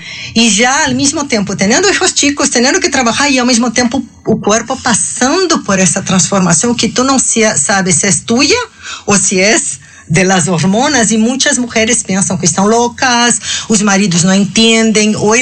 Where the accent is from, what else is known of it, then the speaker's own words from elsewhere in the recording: Brazil; Spanish is a second language; moved away as an adult; now in Puebla, Mexico; Soy de Brasil, tengo acá desde 9 años.